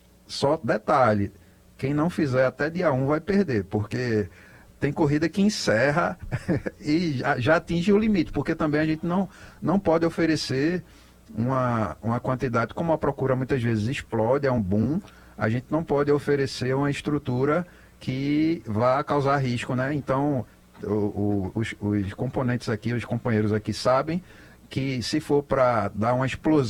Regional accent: Northeast Region, Brazil

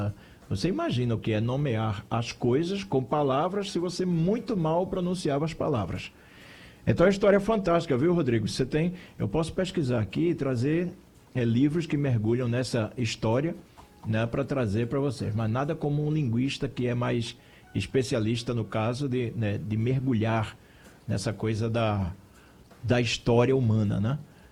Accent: Brazil; Então, nós, enquanto brasileiros, de 5 séculos para cá, nós modificamos bastante.

